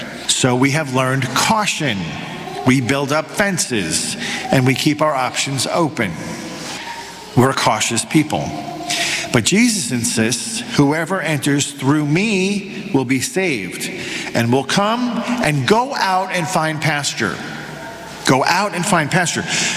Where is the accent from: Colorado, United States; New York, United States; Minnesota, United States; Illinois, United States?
New York, United States; I'm from New York.